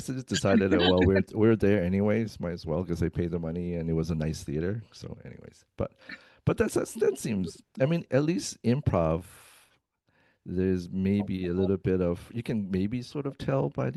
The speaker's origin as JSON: {"language": "English", "town": "Winnipeg", "region": "Manitoba", "country": "Canada", "tie": "born or raised there", "moved": "yes", "said": "Next Thursday, you'll be in my hometown of Winnipeg, Manitoba."}